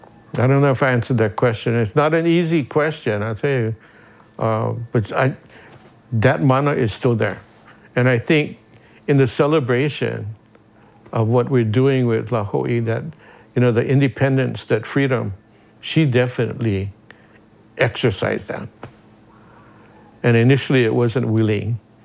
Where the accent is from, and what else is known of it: Hawaii, United States